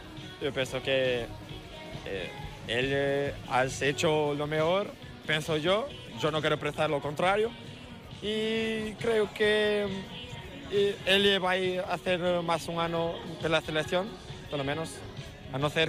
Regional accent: Vila Nova de Gaia, Norte, Portugal; Hoy vengo de Vila Nova de Gaia, Portugal, y estamos de desporto de voleibol.

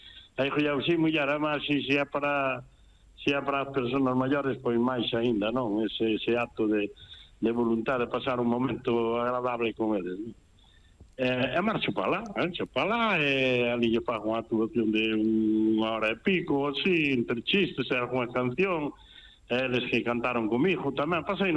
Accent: Noia, Galicia, Spain; Eu son de Noia, se eu dixen, son de Noia, tal

